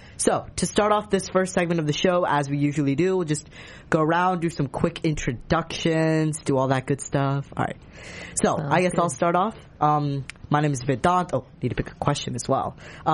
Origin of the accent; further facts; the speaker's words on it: United States; born there; because I am Indian. My parents are from India. They moved to America, and I was born here.